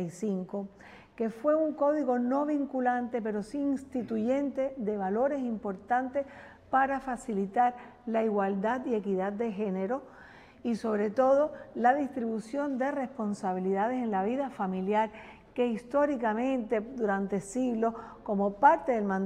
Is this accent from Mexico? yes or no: no; Cuba; Y eso es una de las cosas que yo como cubana aprecio mucho.